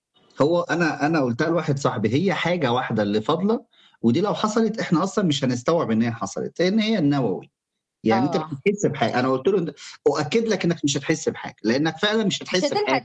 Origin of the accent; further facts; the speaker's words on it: Egypt; مش بتكلم احنا هنا كبس كمصريين، لا انا بتكلم كعرب او كشرق اوسط